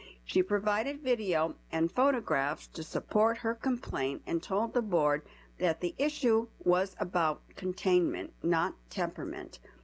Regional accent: Ludlow, Massachusetts, United States; I grew up in Ludlow and have spent most of my life in this community, which makes this opportunity even more meaningful to me.

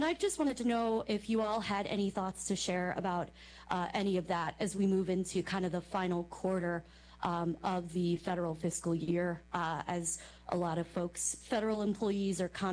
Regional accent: Maryland, United States; I am from Maryland.

